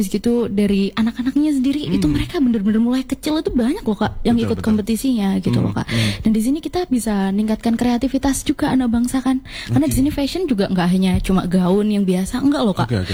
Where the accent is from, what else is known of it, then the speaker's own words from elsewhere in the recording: Indonesia; karena di sini aku kan merepresentasikan negara Indonesia.